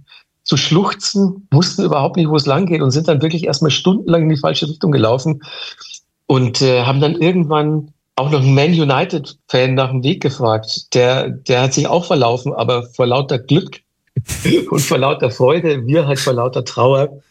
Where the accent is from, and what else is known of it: Manching, Bavaria, Germany; born or raised there